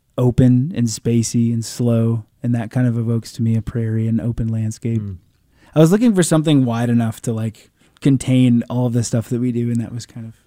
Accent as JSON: {"language": "English", "region": "Iowa", "country": "United States", "said": "I'm from Iowa"}